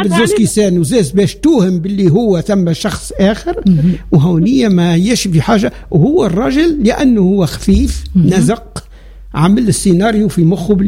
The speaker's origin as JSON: {"language": "Arabic", "town": "Sfax", "region": "Sfax Governorate", "country": "Tunisia", "said": "احنا عندنا في صفاقس"}